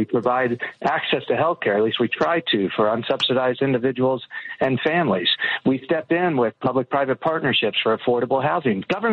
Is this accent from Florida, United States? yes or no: yes; Miami, Florida, United States; Yeah, I grew up in Miami during the Mariel boat lift